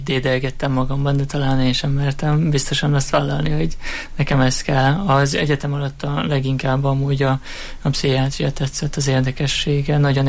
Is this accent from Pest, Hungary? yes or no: no; Miskolc, Borsod-Abaúj-Zemplén, Hungary; moved away as an adult; also born or lived in Debrecen; Én Miskolcon születtem, és a Miskolcon is jártam a gimnáziumban, a Herman Otto gimnáziumban.